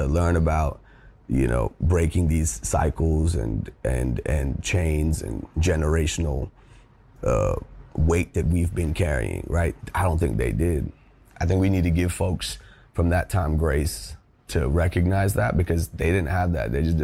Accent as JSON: {"language": "English", "country": "India", "said": "I'm from India, which is very important. It's where, it's my roots. It's a huge part of who I am."}